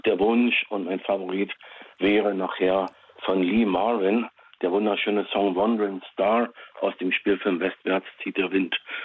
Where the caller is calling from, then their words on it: Berlin, Germany; Aus Berlin, Prenzlauer Berg.